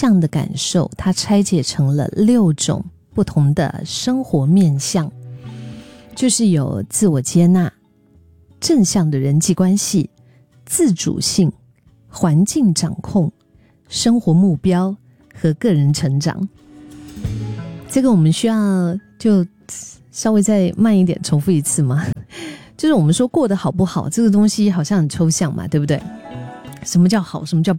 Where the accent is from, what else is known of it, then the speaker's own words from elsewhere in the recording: Singapore; 我们新加坡话讲叫很闲